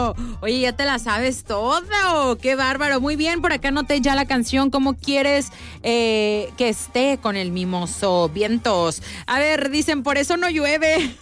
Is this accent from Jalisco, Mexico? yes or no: yes; Guadalajara, Jalisco, Mexico; born there; Yo nací en Guadalajara.